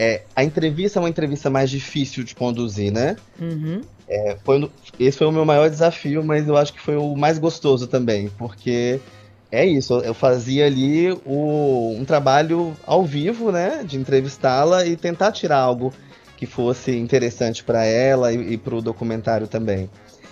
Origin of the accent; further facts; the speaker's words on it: Ipatinga, Minas Gerais, Brazil; eu sou do interior de Minas também, numa cidade chamada Ipatinga.